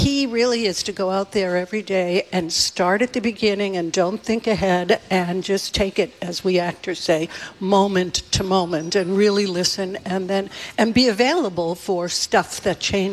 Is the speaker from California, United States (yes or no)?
no; Revere, Massachusetts, United States; Because I'm from Revere.